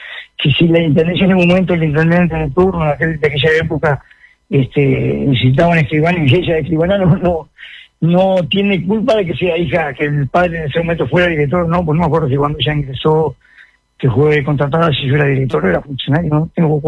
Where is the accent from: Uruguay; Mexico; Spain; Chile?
Uruguay; San José de Mayo, San José; soy de Río, yo soy un vecino, un funcionario municipal que hace 43 años de trabajo, y soy un vecino de San José como cualquier otro vecino.